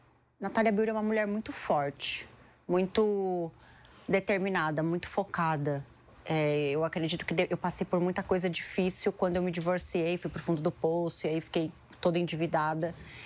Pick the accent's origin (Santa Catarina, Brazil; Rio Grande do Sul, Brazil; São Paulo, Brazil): São Paulo, Brazil; born there